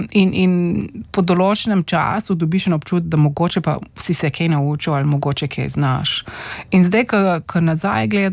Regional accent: Postojna, Littoral–Inner Carniola, Slovenia; born or raised there

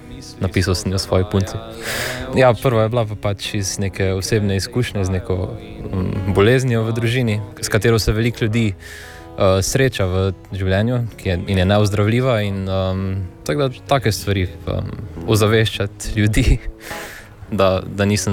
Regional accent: Celje, Savinja, Slovenia; iz Celja.

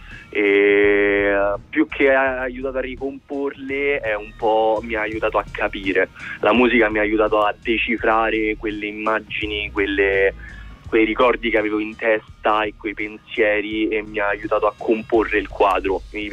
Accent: Bosnia & Herzegovina; now in Italy; E naturalmente poi il fatto che io sia bosniaco, italo-bosniac

